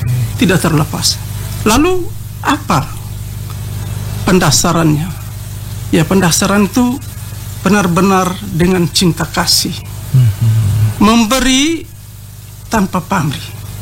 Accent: Wolotopo, East Nusa Tenggara, Indonesia; Macam kami di Wolotopo, misalnya saya suku Atarobo dengan Sausue dengan Sawatalaki.

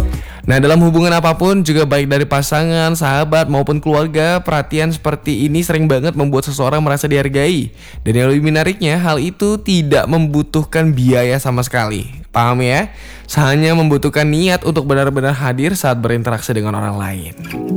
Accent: Medan, North Sumatra, Indonesia; moved away; daerah aku di Medan

